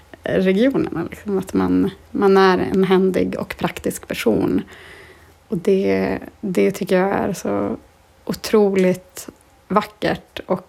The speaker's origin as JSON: {"language": "Swedish", "area": "Torne River valley", "region": "Norrbotten County", "country": "Sweden", "tie": "born or raised there", "said": "Jag är ju uppvuxen just vid Torneälv"}